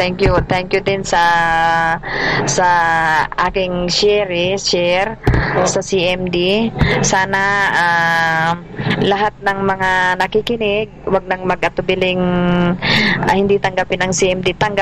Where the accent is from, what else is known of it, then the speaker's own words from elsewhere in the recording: Malasiqui, Ilocos Region, Philippines; Malasiki, Pangasinan. I'm from Malasiki, Pangasinan. Okay. Northern part of Luzon.